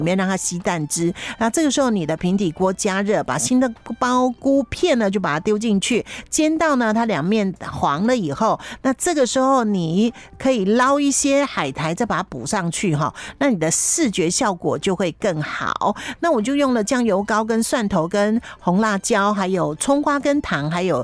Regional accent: Taiwan; 我就要把我台湾人的口味葱姜蒜先爆香

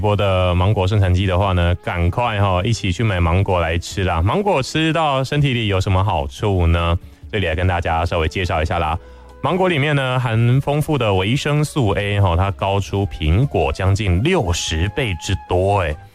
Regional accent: Taiwan; 让我们台湾人呢可以吃得津津有味

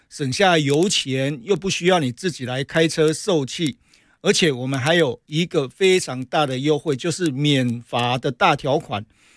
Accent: Taiwan; 我们台湾人是非常有同理心的

